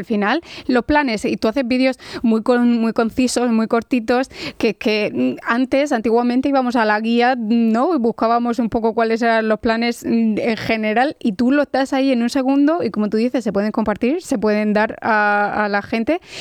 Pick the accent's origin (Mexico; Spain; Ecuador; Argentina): Spain; Region of Murcia; desde los que somos murcianos hasta los que nos ven desde fuera